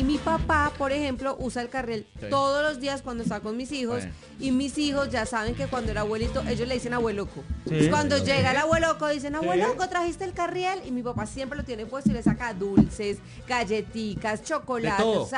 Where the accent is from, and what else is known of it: Colombia